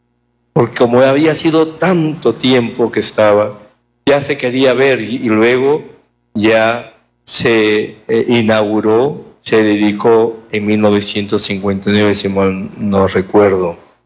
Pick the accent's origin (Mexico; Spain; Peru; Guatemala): Peru; northern Peru; now in Tacna, Peru; Ustedes saben que soy norteño